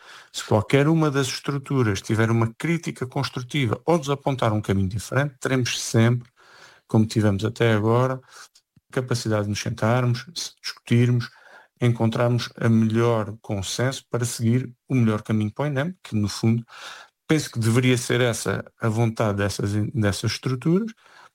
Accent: Portugal; esperamos todos nós, enquanto portugueses, que o Parlamento tome as melhores decisões para o país.

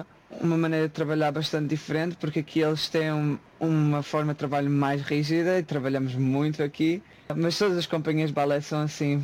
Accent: Barreiro, Lisbon, Portugal; moved away as an adult; also born or lived in Leiria; now in Estonia; Eu sou do Barreiro.

